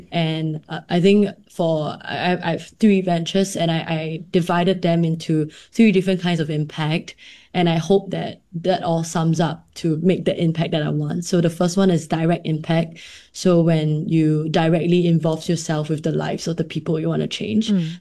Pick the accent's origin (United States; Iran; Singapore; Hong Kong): Singapore; do the status quo as a Singaporean.